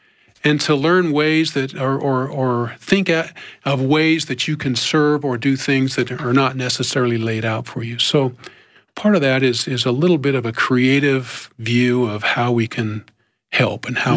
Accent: California, United States; And we had, where I grew up in California in my teen years, early morning seminary.

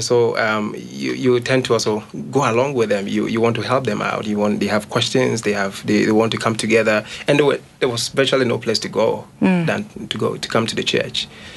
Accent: Ghana; Well, growing up in Ghana as a young man, I was baptized when I was 13

